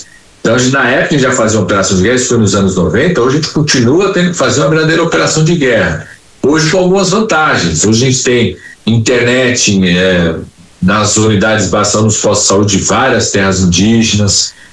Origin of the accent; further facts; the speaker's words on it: São Paulo, Brazil; Eu trabalhei muito tempo com população indígena, eu sou de São Paulo